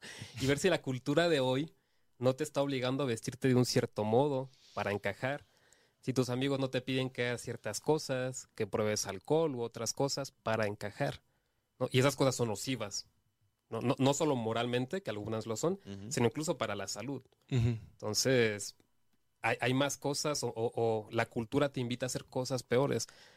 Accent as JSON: {"language": "Spanish", "town": "Cancún", "region": "Quintana Roo", "country": "Mexico", "said": "yo te digo que soy de Cancún"}